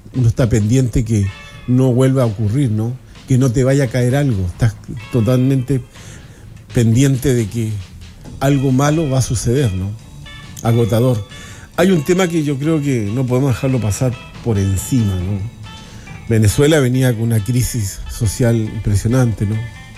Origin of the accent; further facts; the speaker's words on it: Chile; nosotros tenemos como chilenos